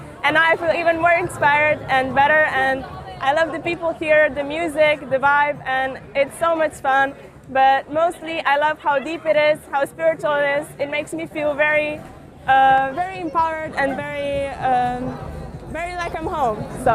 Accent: Slovenia; I'm from Slovenia. I am 18 years old.

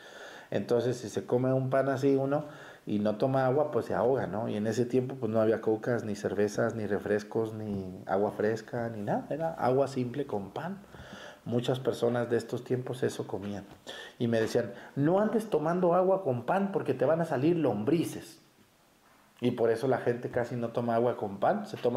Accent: Jalisco, Mexico; moved away; Miren, yo soy de Jalisco y miren, estoy aquí en Guerrero, ¿no?

